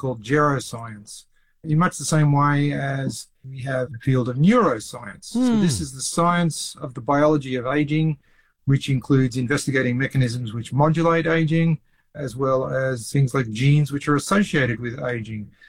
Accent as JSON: {"language": "English", "country": "Australia", "tie": "born or raised there"}